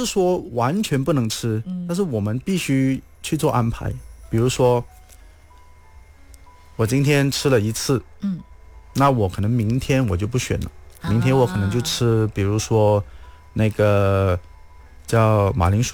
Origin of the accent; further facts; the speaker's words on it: Malaysia; 我们马来西亚人人均吃货嘛